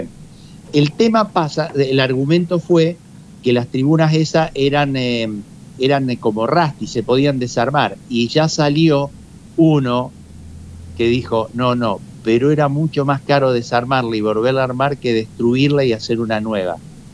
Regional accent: Argentina; pero como los argentinos somos distintos a todos

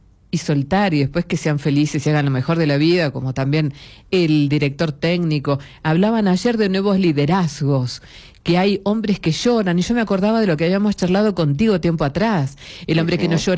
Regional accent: Argentina; Porque también somos, ¿no? Así como argentinos seres humanos, ¿no?

